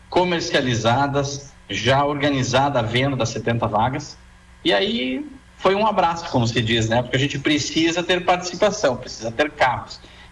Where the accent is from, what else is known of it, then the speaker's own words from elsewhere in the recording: Guaporé, Rio Grande do Sul, Brazil; born there; Sim, na verdade, assim, eu nasci em Guaporé, né? Eu acompanhei toda a minha trajetória no automobilismo, ela veio aqui da cidade.